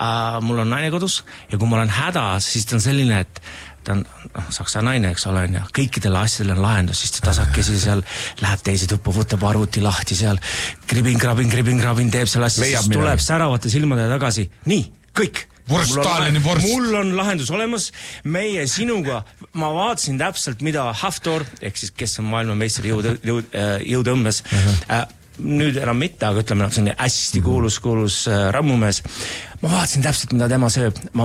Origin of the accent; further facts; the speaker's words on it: Kilingi-Nõmme, Pärnu County, Estonia; born there; sest et mina sündisin Kilingi-Nõmmes. Tihemetsa meil hästi lähedal